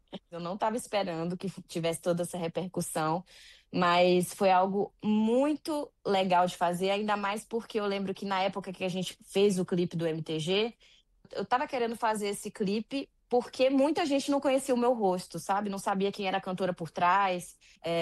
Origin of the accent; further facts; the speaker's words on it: Salvador, Bahia, Brazil; moved away as an adult; now in Curitiba, Brazil; quando eu estava morando em Salvador, eu morava com minha família, morava com os meus pais, e quando eu fui para Curitiba